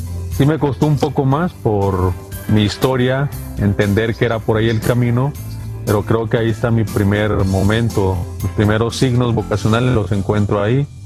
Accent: Honduras; now in Mexico; Honduras de la Iglesia Católica. Ni un sacerdote, ni una catequista, nada. Nunca entré a una iglesia católica en mi país. Todo esto lo hice aquí en México, donde nace mi fe

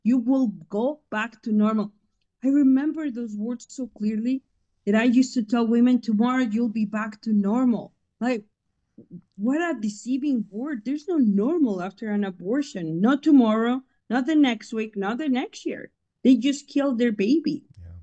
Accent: Mexico; Now, look, I was born and raised in Mexico, so I know what the cartel looks like in person, right?

